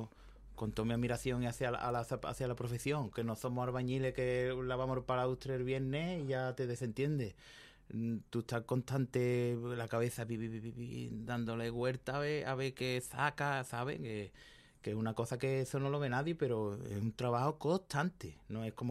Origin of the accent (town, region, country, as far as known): Jerez de la Frontera, Andalusia, Spain